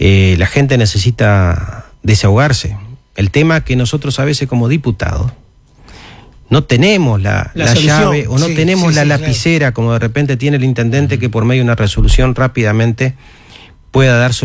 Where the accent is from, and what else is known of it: Salto, Uruguay